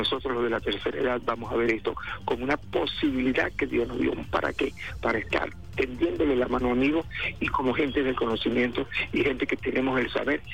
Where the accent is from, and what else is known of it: Venezuela